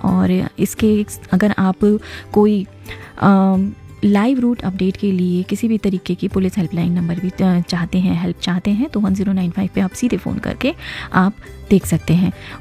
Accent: Delhi, India; तो दोनों केसेस में हम दिल्ली वाले हैं

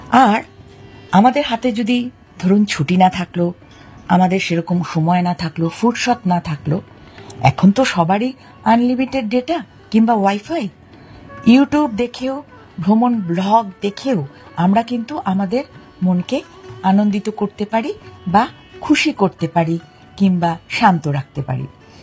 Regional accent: Jalpaiguri, West Bengal, India; আমি নিজে ছোটবেলায় যেহেতু জলপাইগুড়িতে জন্ম বেড়ে ওঠা, তাই চিরকাল ডুয়ার্সে জঙ্গলে এবং পাহাড়ে ঘুরে বেড়িয়েছি।

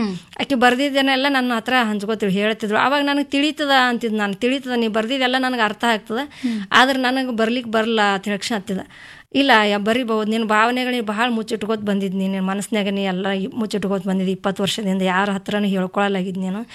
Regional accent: Javali D, Karnataka, India; born there; ನಾನು ಕಲಬುರಗಿ ಜಿಲ್ಲೆ ಆಳಂ ತಾಲೂಕಿನ ಜವಳಿ ಡಿ ಎಂಬ ಗ್ರಾಮದಲ್ಲಿ ಹುಟ್ಟಿದ್ದೇನೆ.

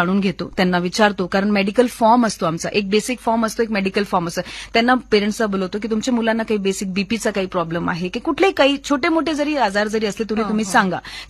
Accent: Chandigarh, India; also born or lived in Himachal Pradesh; माझा hometown Chandigarh plus Himachal, तर माझा जो रूट्स आहेत ते खूप स्ट्रॉंग आहे

